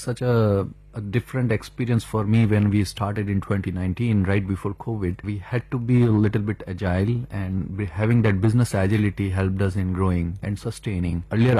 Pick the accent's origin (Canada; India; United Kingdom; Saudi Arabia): India; Udaipur, Rajasthan; moved away as an adult; now in United States; when I grew up in Udaipur and studied there, and then later for the job reason I had to move from Udaipur to different places